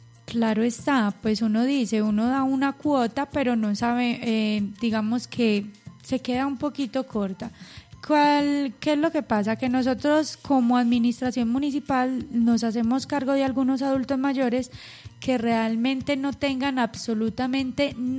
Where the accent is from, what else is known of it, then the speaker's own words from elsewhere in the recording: Antioquia, Colombia; uno como buen paisa